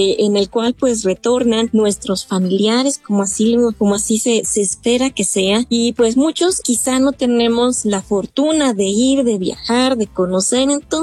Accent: Mexico; todos estos elementos conforman nuestra identidad como mexicanos, sentimos nuestro orgullo de serlo

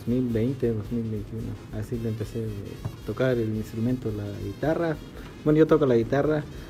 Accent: San Luis Potosí, Mexico; yo toco la guitarra huapanguera y también soy originario de Huixquilititla.

